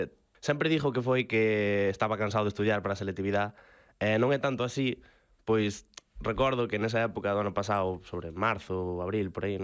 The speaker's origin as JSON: {"language": "Galician", "town": "Silleda", "region": "Galicia", "country": "Spain", "said": "Eu teño ido bastante porque son de Silleda, hai que ir a Fervenza do Toxa"}